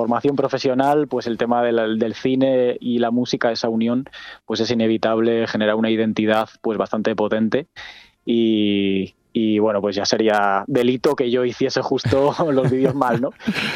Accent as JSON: {"language": "Spanish", "town": "Santander", "region": "Cantabria", "country": "Spain", "said": "Sí, yo soy de allí, soy de Santander, soy cantautor."}